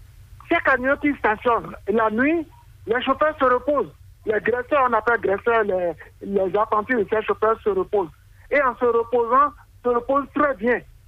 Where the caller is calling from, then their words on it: Cotonou, Littoral, Benin; Oui, j'appelle de Cotonou.